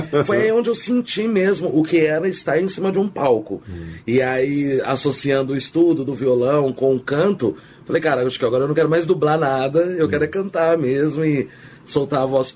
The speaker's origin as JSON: {"language": "Portuguese", "town": "Campinas", "region": "São Paulo", "country": "Brazil", "tie": "born or raised there", "said": "Cara, Vila Castelo Branco, prefiro chamar como Vila Bela. Uhum. E a Vila Bela é um bairro, né, periférico aqui de Campinas."}